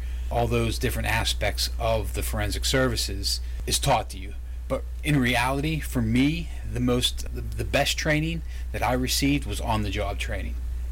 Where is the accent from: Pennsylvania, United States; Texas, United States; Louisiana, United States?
Pennsylvania, United States; Eventually got the opportunity to come back to my hometown, which is Troop D that we're in now.